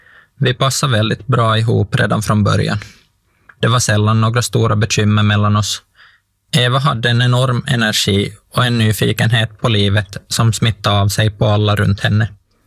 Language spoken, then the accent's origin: Swedish; Parainen, Southwest Finland, Finland; born there; Jag föddes i Pargas, en liten stad där mycket kretsar kring idrotten, i alla fall för mig.